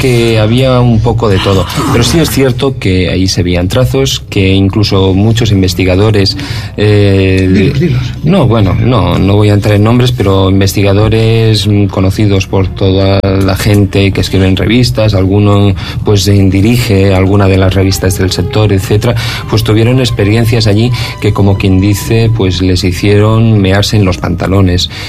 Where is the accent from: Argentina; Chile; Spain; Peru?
Spain; Barcelona, Catalonia; nací en esa tierra, nací en Barcelona y durante mi infancia pues estuve mucho por allí. Para nosotros, y entre comillas me refiero, aunque me considero ciudadano del mundo, pero para nosotros los catalanes